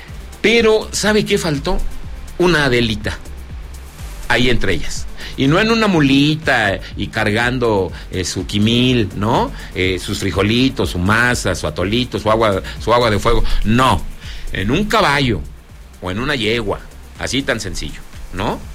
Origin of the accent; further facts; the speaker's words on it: Zacatecas, Mexico; Este es el orgullo que uno siente por ser zacatecano.